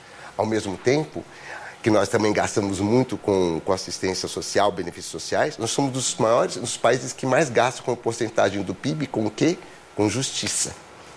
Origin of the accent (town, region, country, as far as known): Brazil